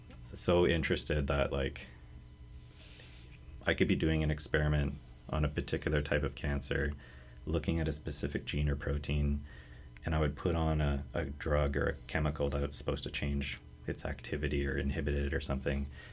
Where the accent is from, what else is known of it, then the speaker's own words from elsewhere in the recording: Thunder Bay, Ontario, Canada; moved away as an adult; also born or lived in Ottawa / Calgary; now in Hamilton, Canada; I'm originally from Thunder Bay, so Northern Ontario, not a large city, but like a decent size, the biggest one in that region. And I decided to go to Ottawa for a bachelor's in biochemistry.